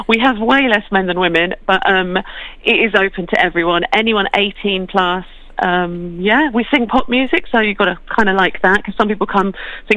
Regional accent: St Neots, East of England, United Kingdom; I started it in Huntingdon, St Neots and Cambridge, which is my home stomping ground. I grew up in St Neots. My dad went to Huntingdon Grammar

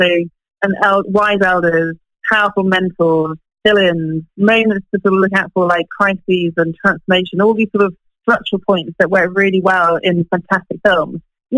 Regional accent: Malawi; also born or lived in Ethiopia; I grew up in East Africa, in Malawi and Ethiopia, and I spent a lot of time just watching nature.

